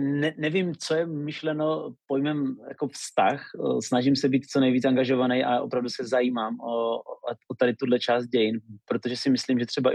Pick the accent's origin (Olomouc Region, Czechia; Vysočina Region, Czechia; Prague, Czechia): Olomouc Region, Czechia; Lipník nad Bečvou; který bydlel v Lipníku nad Bečvou, což je místo, odkud pocházím i já.